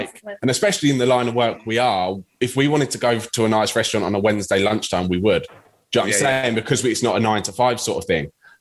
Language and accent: English; England, United Kingdom; Especially me being English going up to Scotland as well.